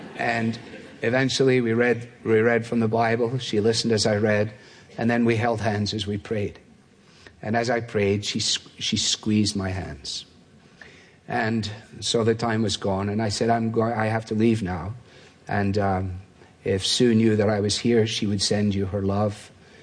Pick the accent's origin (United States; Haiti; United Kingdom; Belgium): United Kingdom; Scotland; As a Scotsman, it appeals to me.